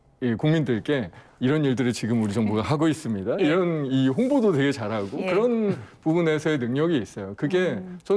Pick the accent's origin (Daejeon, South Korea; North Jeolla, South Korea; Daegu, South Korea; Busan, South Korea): Daejeon, South Korea; 제가 충청 출신이라 그런지 아, 충청 총리도 괜찮고 예. 대전이잖아요 제가